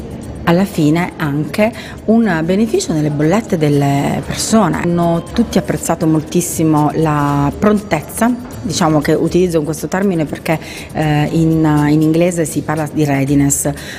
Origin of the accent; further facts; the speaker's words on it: Taranto, Apulia, Italy; Io da tarantina la mia città la vedo già cambiata e la vedo cambiata in positivo.